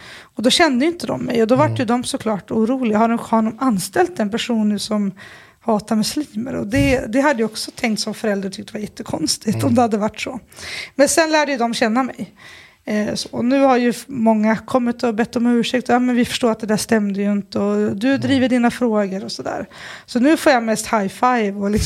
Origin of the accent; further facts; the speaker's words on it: Sundsvall, Västernorrland County, Sweden; Jag är uppvuxen i Sundsvall.